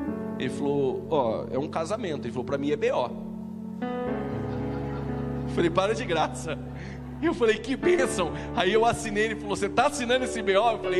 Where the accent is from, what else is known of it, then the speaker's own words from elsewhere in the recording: Campinas, São Paulo, Brazil; eu sou de Campinas, Hortolândia é perto de Campinas.